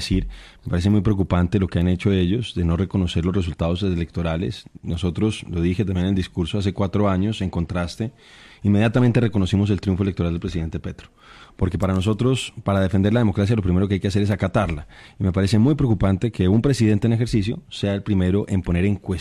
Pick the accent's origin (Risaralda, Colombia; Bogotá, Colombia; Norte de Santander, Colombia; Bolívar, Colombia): Bogotá, Colombia; Bogotano.